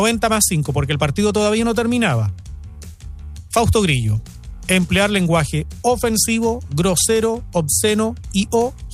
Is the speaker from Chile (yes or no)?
yes; Biobío, Chile; born there; Yo puedo asegurar al menos que estoy aquí en la región y que nací en la región.